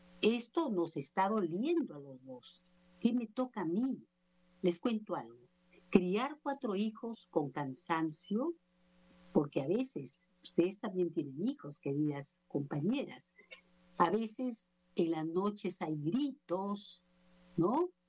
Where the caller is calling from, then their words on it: Lima, Peru; les hablo desde Lima, Perú. Por acá el clima muy variado, muy cambiante, hace frío, hace calor.